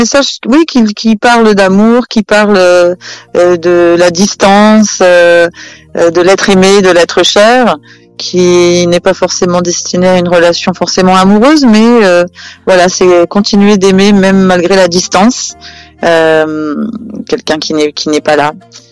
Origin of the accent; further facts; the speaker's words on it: France; born there; je suis née en France d'un papa tunisien algérien qui avait quitté la Tunisie à l'âge de 17 ans et qui a voyagé dans 32 pays avant d'arriver en France.